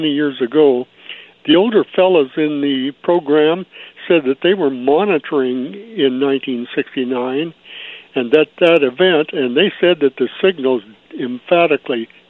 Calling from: Redding, California, United States; I'm calling from Redding, California.

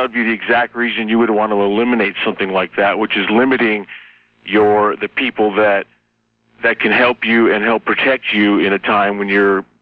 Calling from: Grass Valley, California, United States; Grass Valley, California.

